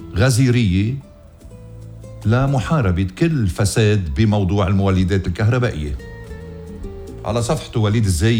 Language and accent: Arabic; Ghazir, Keserwan-Jbeil, Lebanon; ضيعتي الحلوة غزير